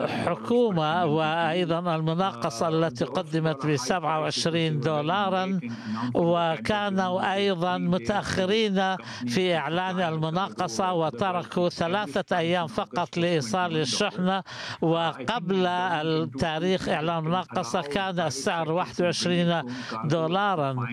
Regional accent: Pakistan

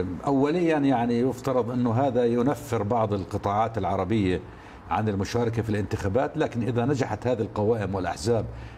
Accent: Palestine; ما نعايشه كفلسطينيين

